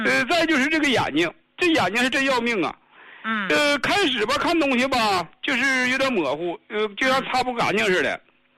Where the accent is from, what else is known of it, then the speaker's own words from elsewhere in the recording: Shenyang, Liaoning, China; 我家是沈阳的，这个上一次吧是孩子给我买的。